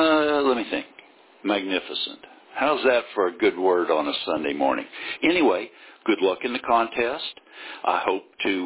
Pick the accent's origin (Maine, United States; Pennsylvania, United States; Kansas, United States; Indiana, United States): Kansas, United States; Atchison; my hometown, a little place in northeast Kansas called Atchison.